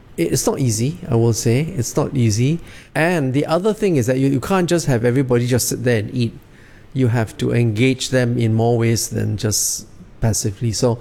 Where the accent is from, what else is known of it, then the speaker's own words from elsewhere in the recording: Singapore; I continue my search for this, for my Singapore identity.